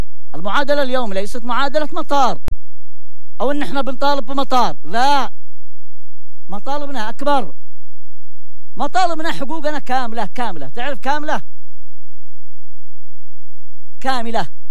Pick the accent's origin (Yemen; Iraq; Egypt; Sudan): Yemen; عندنا في اليمن